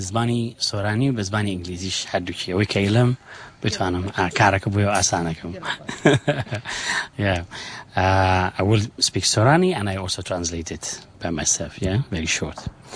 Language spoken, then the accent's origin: English; Sulaymaniyah, Kurdistan Region, Iraq; moved away as an adult; now in Sweden; I'm from Bashur in Kurdistan, in the city of Sulaymaniye. I born there. I grew up. I studied music. I studied violin, and then I moved to Sweden in 2002